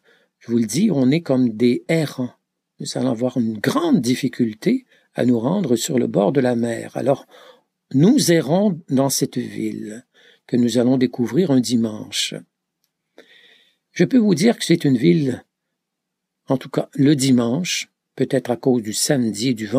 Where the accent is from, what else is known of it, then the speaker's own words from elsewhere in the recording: Quebec, Canada; Moi je viens, en tout cas, du Québec.